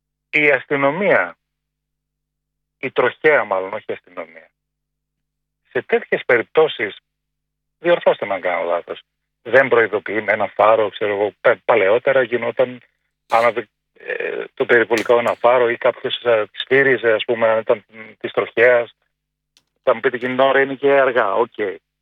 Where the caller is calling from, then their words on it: Thessaloniki, Central Macedonia, Greece; Εγώ είμαι από Θεσσαλονίκη